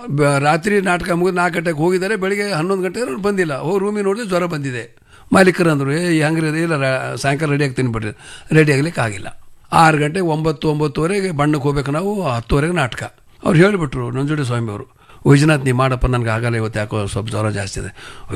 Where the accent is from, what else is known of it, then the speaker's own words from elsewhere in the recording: Bidar, Karnataka, India; ಯಾವೂರು ನಿಂದು, ಬೀದರ್ ಅಣ್ಣವರ. ಎಲ್ಲಿ ಬೀದರು, ಬಾಲ್ಕಿ ತಾಲೂಕು ತೇಗಂಪುರ.